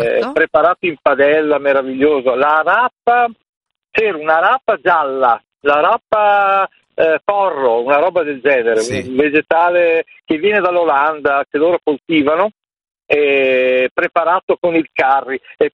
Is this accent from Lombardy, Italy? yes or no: no; Ferrara, Emilia-Romagna, Italy; vengo da Ferrara.